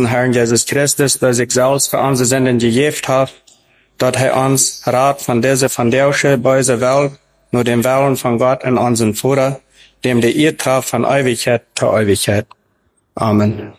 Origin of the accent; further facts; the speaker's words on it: Paraguay; also born or lived in Mexico; Ich bin in Mexiko geboren und in diesem 1973, meine Eltern traten in Paraguay, als ich ein Jahr wir, mit etwa ein Jahr. Du sind ich dann der meiste Zeit abgewachsen.